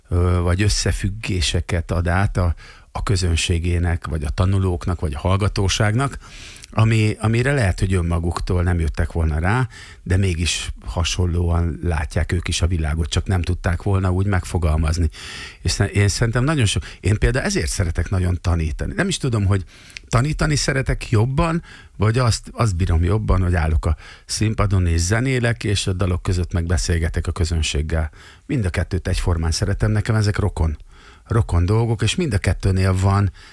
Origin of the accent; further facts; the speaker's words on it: Szeged, Csongrád-Csanád, Hungary; Szegedi vagyok, igen.